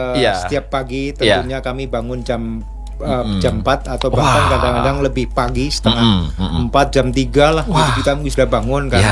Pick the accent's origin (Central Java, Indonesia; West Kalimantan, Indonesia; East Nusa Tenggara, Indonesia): Central Java, Indonesia; moved away as an adult; also born or lived in Central Kalimantan; now in Southeast Sulawesi, Indonesia; Kalau saya asli dari Jawa Tengah. Suku Jawa tentunya kan.